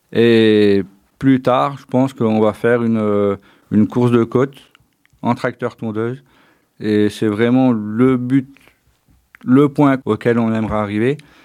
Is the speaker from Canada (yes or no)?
no; Besançon, Bourgogne-Franche-Comté, France; Nous on vient de Besançon et c'est au moins deux fois par mois qu'il y a des petites courses comme ça entre copains, entre amis.